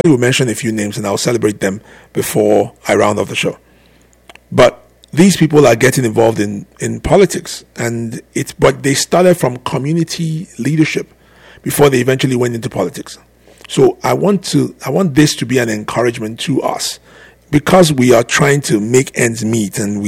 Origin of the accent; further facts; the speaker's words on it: Nigeria; moved away; we come all the way from Nigeria, from Africa